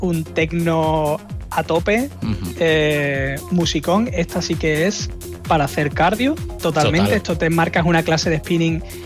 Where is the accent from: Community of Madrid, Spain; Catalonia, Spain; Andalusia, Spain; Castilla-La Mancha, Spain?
Andalusia, Spain; porque somos andaluces, lo siento, decimos raves.